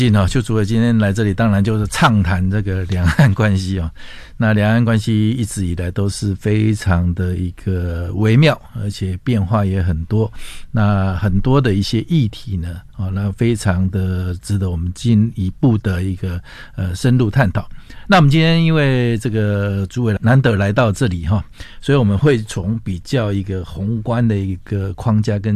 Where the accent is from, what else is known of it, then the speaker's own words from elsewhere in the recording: Taiwan; 我们台湾这边